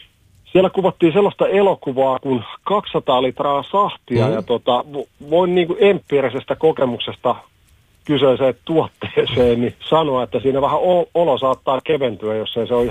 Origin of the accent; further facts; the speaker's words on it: Lahti, Päijät-Häme, Finland; mä oon Lahdesta